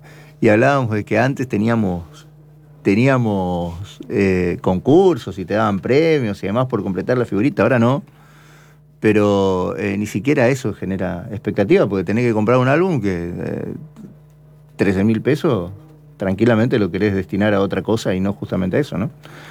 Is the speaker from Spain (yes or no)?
no; Argentina